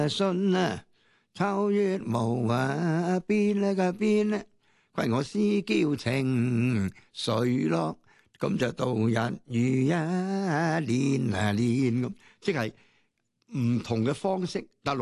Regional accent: Guangdong, China; 因为我哋广东人咧。叫嗰个系轻拍，叫做钉噶嘛，

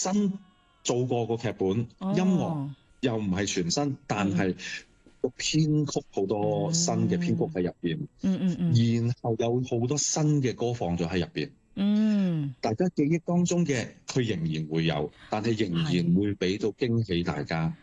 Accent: Hong Kong

